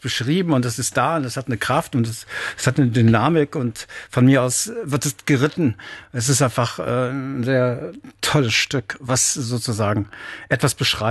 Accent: Düsseldorf, North Rhine-Westphalia, Germany; Ich komme ja aus Düsseldorf.

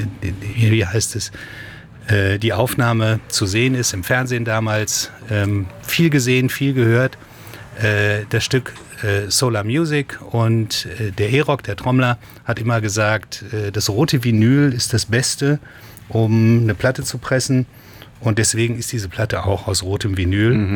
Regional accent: Hagen, North Rhine-Westphalia, Germany; Aber was jetzt kommt, ist eine Band aus meiner Heimatstadt Hagen.

